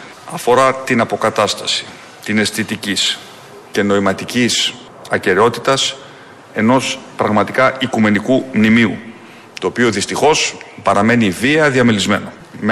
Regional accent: Greece

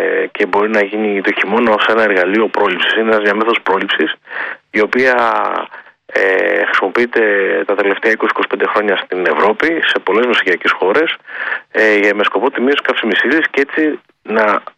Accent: Kalavryta, Western Greece, Greece; κατάγομαι από τα Καλάβρητα.

